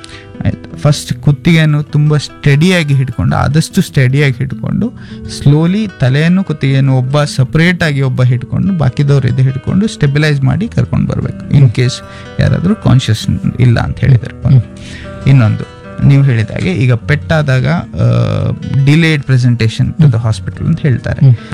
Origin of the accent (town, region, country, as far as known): Karnataka, India